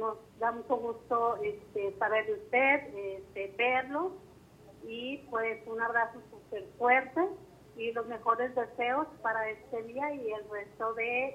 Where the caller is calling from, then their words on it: Bahía de Banderas, Nayarit, Mexico; estamos en Bahía de Banderas.